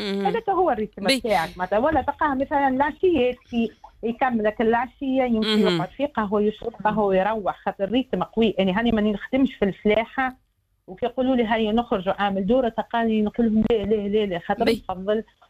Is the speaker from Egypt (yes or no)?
no; Tunisia; now in Italy